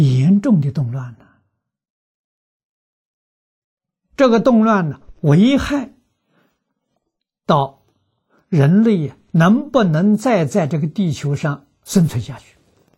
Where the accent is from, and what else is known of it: China